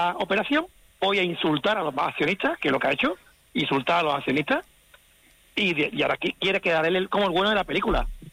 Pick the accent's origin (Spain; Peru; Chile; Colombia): Spain; La Rinconada, Andalusia; el Unión Deportiva Rinconada, con todo el respeto al equipo de mi pueblo